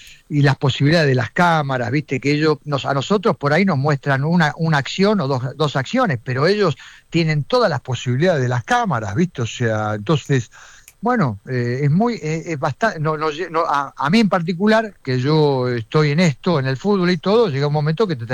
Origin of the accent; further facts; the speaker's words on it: Argentina; yo como argentino desearía que Argentina siga estando.